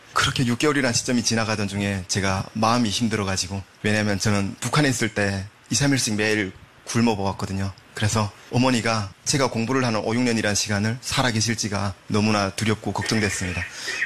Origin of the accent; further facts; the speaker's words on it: North Korea; now in South Korea; 그래서 제가 어머니에게 말씀드리고 난 이후로 바로 탈북한 건 아니고요.